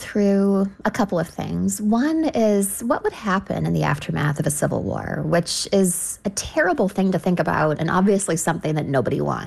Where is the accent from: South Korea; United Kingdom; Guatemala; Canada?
Canada; now in New York City, United States; I'm from Canada originally. I've lived in New York City for most of my adult life.